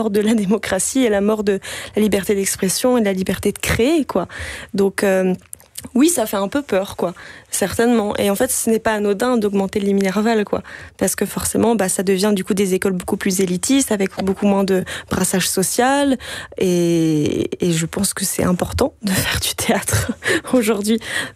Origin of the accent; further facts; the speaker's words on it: France; now in Belgium; Moi, je suis française.